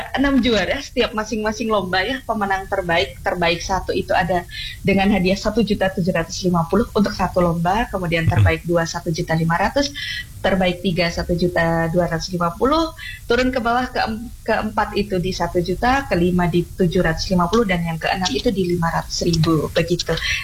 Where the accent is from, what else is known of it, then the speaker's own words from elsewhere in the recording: Java, Indonesia; Saya sebagai orang Jawa ya